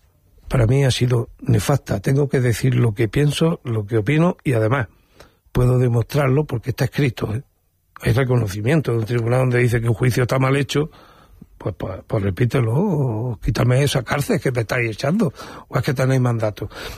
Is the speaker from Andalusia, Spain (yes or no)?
yes; Linares, Andalusia, Spain; ahí está mi pueblo, ahí está Linares